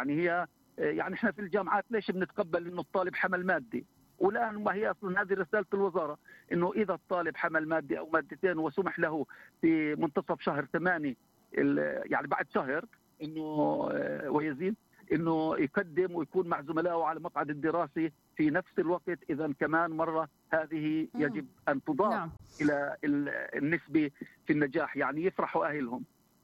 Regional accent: Palestine; في مجتمعنا الفلسطيني

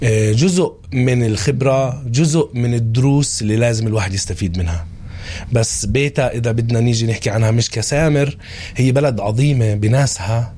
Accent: Beita, West Bank, Palestine; يعني بلدي، قريتي، المكان اللي ربيت فيه والمكان اللي درست فيه، خلصت فيه المدرسة، المرحلة الدراسية كاملة.

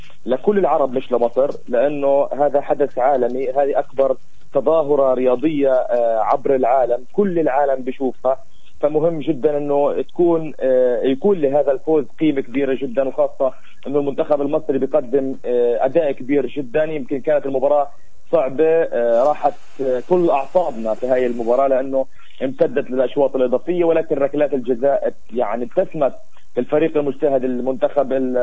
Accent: Palestine; لنا كفلسطينيين

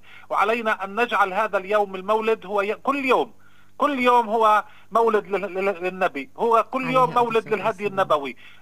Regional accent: Nablus, Nablus Governorate, Palestine; أنا بحيي مدينتي محافظتي نابلس

